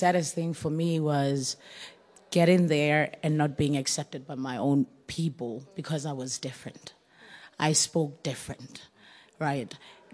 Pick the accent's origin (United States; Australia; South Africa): South Africa; I think this is actually what you just said actually kind of touched me, because as a South African, I've always been fighting for my rights in my own country.